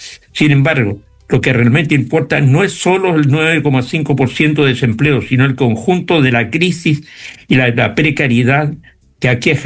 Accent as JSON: {"language": "Spanish", "country": "Chile", "said": "nuestro presidente de la República, y digo nuestro porque somos chilenos"}